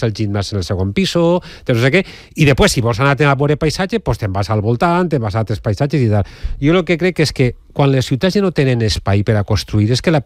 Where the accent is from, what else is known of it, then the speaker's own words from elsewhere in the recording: Alzira, Valencian Community, Spain; jo sóc d'Alzira